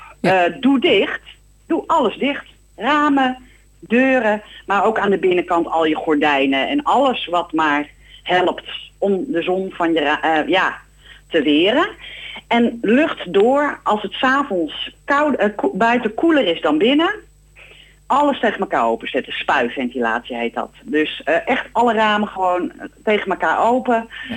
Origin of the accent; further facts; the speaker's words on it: Netherlands; we zijn als Nederlanders gewend ons te wapenen tegen de kou in de winter.